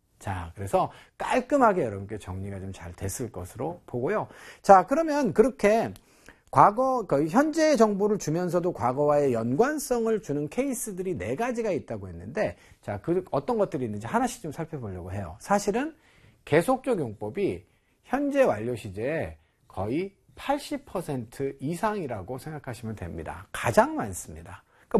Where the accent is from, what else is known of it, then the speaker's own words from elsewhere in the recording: South Korea; 저는 이제 한국인이에요.